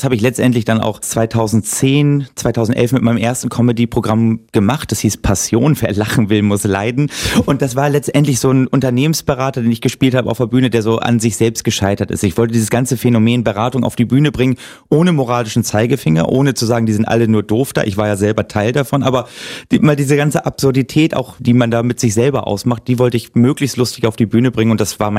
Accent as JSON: {"language": "German", "town": "Oldenburg", "region": "Lower Saxony", "country": "Germany", "said": "Ich habe als Schüler angefangen in Oldenburg. Ich komme aus Oldenburg, Niedersachsen."}